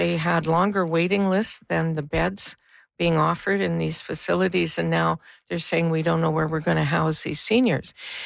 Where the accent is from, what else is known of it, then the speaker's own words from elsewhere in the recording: Canada; Not at all. I'm a Canadian, born and bred. We have our own way of doing things here.